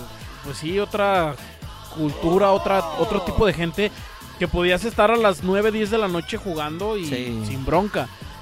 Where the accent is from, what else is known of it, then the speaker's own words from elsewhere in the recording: San Miguel, Mexico; yo crecí aquí en San Miguel.